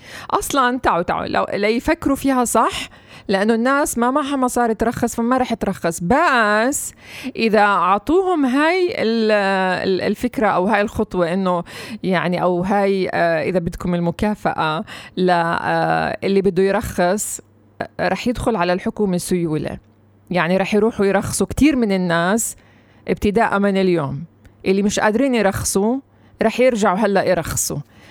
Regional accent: Palestine; إحنا كمان كفلسطينيين

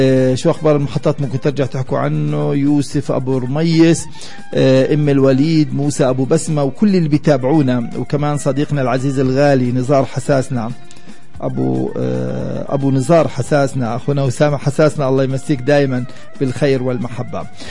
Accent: Bethlehem, West Bank, Palestine; عندنا في بيت لحم أزمة في مياه الشرب، أزمة رواتب، أزمة وقود

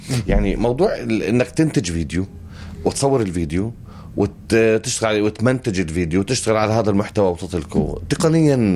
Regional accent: Palestine; مصر لها حصة عندنا كفلسطينية

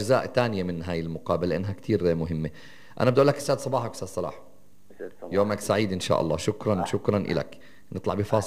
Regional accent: Palestine; إحنا كفلسطينيين

